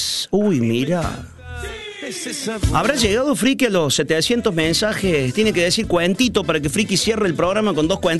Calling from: Villa de Mayo, Buenos Aires Province, Argentina; los estoy escuchando desde Villa de Mayo, Buenos Aires, con Urbano.

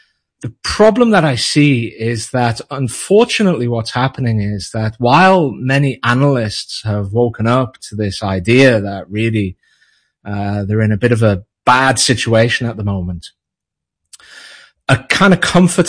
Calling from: North East England, United Kingdom; No, I'm not. I'm in the northeast of England.

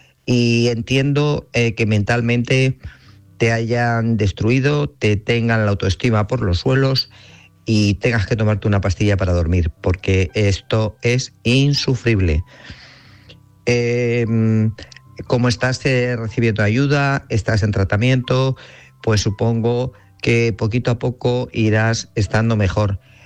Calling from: Guadalajara, Castilla-La Mancha, Spain; Corresponsables y oyentes … de Guadalajara.

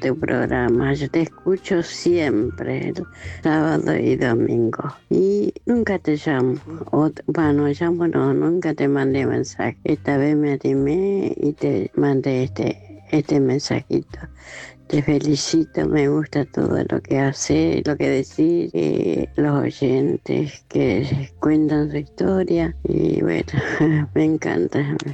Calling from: Buenos Aires, Argentina; de Lugano, jubilada.

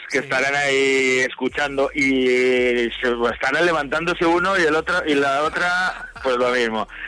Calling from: Valencian Community, Spain; estamos en el pueblo de Farnals

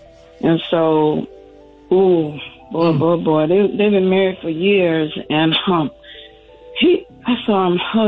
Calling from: Michigan, United States; I'm calling from Michigan.

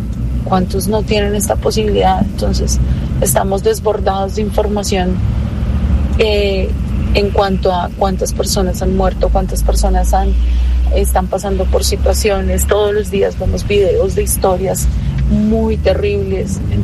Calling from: Bogotá, Colombia; yo vivo en Bogotá

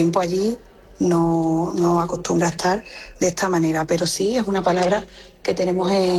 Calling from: Huelva, Andalusia, Spain; Es cierto que por mi tierra esta palabra no la usamos mucho.

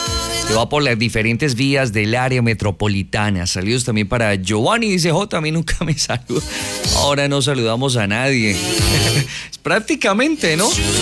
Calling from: El Zulia, Norte de Santander, Colombia; soy de El Zulia, norte de Santander

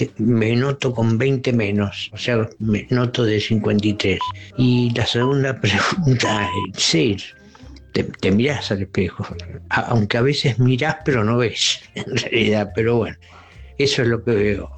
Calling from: Campana, Buenos Aires Province, Argentina; de Campana. Mirá, yo en el espejo me veo con 73 años vivido

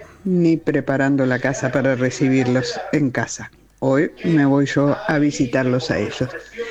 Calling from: Buenos Aires, Argentina; de Flores.

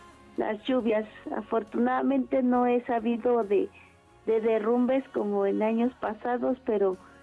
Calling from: Naucalpan, State of Mexico, Mexico; Igual aquí en Naucalpan, Estado de México.

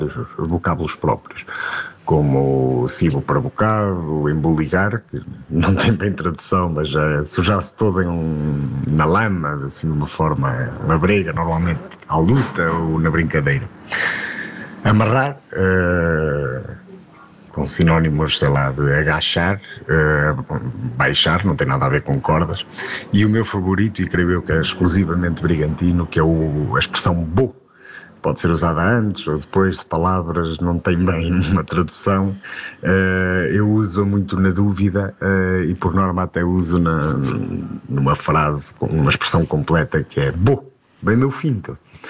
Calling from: Bragança, Norte, Portugal; sou de Bragança e a minha dúvida prende-se por regionalismo. Pronto, já viram pelo sotaque, eu não sou algarvio, não é? E nós, para cá dos montes, usamos muitas expressões e vocábulos próprios

